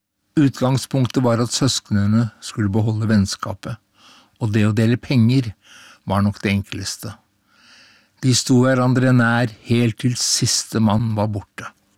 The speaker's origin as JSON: {"language": "Norwegian", "town": "Horten", "region": "Vestfold", "country": "Norway", "tie": "born or raised there", "said": "Jeg vokste opp på Linden Gartneri på Horten, denne fine lille hagebyperlen som nå kulturhovedstaden I Vestfold. Solkysten på Østlandet."}